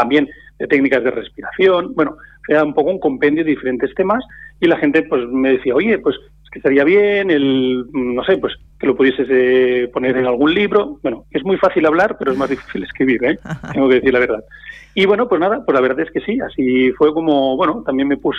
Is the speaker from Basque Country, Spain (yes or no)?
no; Tarragona, Catalonia, Spain; yo soy de Tarragona y tampoco no puedo ir a ver a mis padres